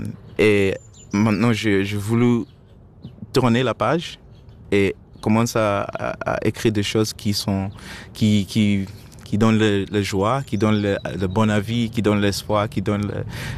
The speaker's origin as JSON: {"language": "French", "country": "Zimbabwe", "first_language": "Shona", "second_language": "French", "said": "pris d'un proverbe dans ma langue maternelle Shona"}